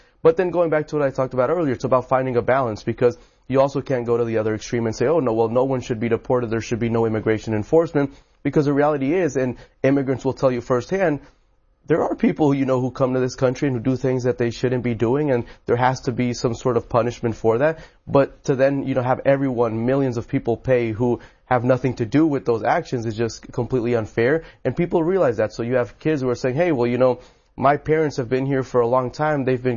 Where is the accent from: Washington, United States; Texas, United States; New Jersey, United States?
Texas, United States; College Station; Well, so I grew up in College Station, Texas. You know, it's a pretty conservative place, and you get a lot of diversity and hear from a lot of people.